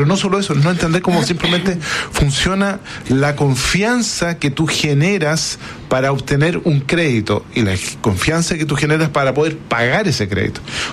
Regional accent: Chile; como institución, como chilenos en eso

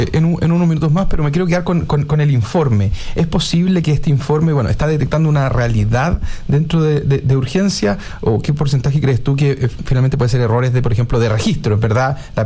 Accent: Biobío, Chile; Y un saludo también a Bio Bio, mi tierra natal

